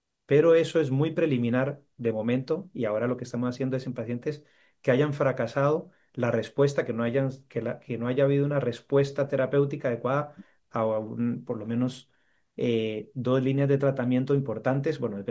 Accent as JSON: {"language": "Spanish", "country": "Costa Rica", "said": "como latinoamericano, como costarricense"}